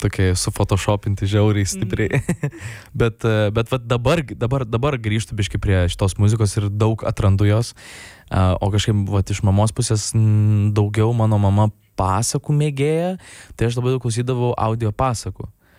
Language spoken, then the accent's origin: Lithuanian; Kaunas, Kaunas County, Lithuania; aš kadangi augau Dainavoj, tai ten toks, nu, mano vaikystai, tai ten būdavo ką veikti, nu, tipo, nebuvo ten labai saugu, kad ten galėtum visą laiką ten vienas kažkaip visur lakstyt.